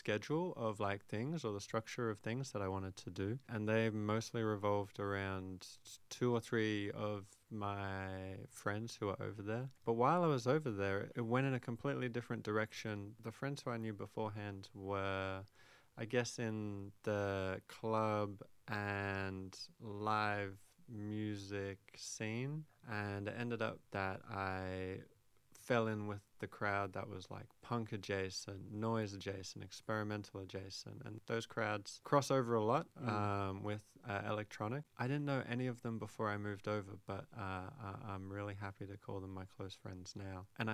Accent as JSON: {"language": "English", "town": "Brisbane", "region": "Queensland", "country": "Australia", "tie": "born or raised there", "moved": "yes", "lives_now": "Sydney, Australia", "said": "I grew up in Brisbane, came down to Sydney"}